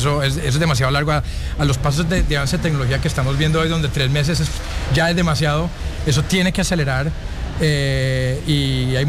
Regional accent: Colombia; pero yo soy colombiano, entonces mi corazón está en Colombia

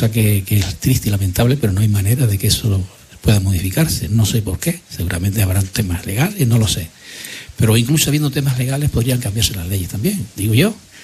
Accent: Agüimes, Canary Islands, Spain; now in Arinaga, Spain; desde hace ya más cerca de 30 años, 20 y tantos largos. Yo soy de Agüime, de origen de Agüime, y pasando el tiempo, pues nos trasladamos con la familia a vivir aquí.

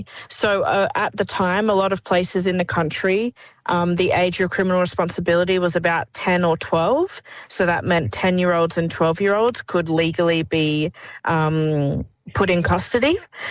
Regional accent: Darwin, Northern Territory, Australia; also born or lived in Tiwi Islands; So that means I'm from the Tiwi Islands, I'm from Darwin, and my grandfather's country is a place called Ngadiri, just outside of Wadare.

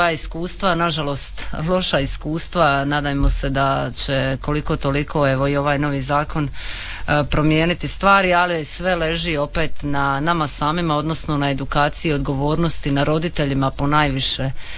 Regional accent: Croatia; Dobro, kod nas u Hrvatskoj je jedna specifična situacija.

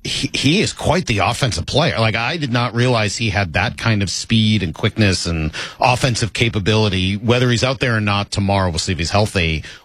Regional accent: Boston, Massachusetts, United States; growing up in Boston

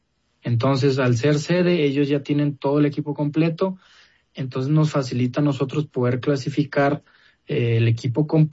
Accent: Saltillo, Coahuila, Mexico; born there; es en Coahuila, es en Saltillo, específicamente donde yo nací

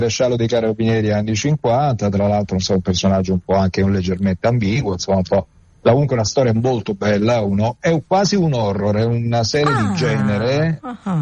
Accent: Naples, Campania, Italy; also born or lived in Castellammare di Stabia; perché io sono campano, nato

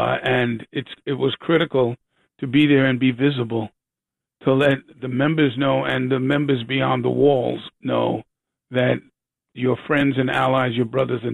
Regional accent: New York City, New York, United States; as a New Yorker

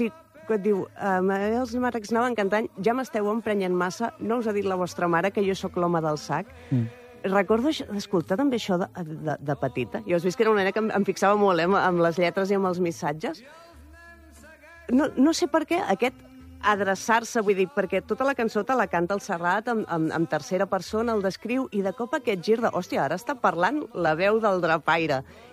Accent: Mataró, Catalonia, Spain; Jo soc de Rocafonda, també, com el Lamin Yamal.

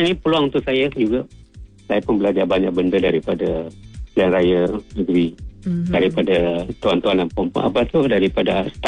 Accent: Johor, Malaysia; Mungkin dalam 70-an, 80-an tu, saya dari Johor, saya pun tahu ramai yang kerja dari Johor ke Singapura.

